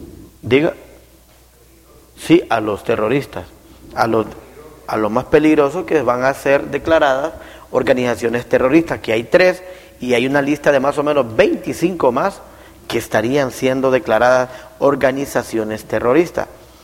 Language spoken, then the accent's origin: Spanish; Honduras; Yo estoy de acuerdo como hondureño.